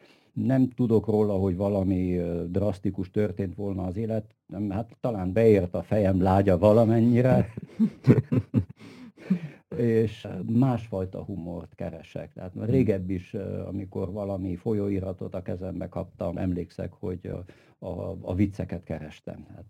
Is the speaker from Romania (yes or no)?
yes; Transylvania, Romania; mi, mint erdélyiek, szerintem egy furcsa helyt vagyunk, mert itten összefolyt magyar, román, szláv, német, lengyel humor, zsidó humor